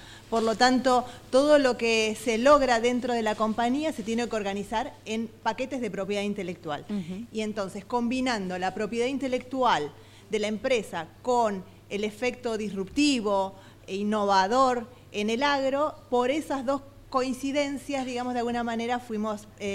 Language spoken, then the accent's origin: Spanish; Argentina; me fui al exterior a estudiar biología molecular cuando recién el concepto empezaba a aparecer, volví a la Argentina siempre apostando a nuestro país